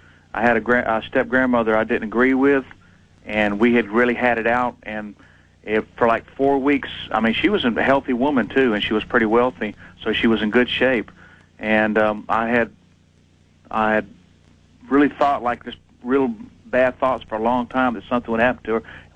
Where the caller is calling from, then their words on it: Atlanta, Georgia, United States; from Atlanta.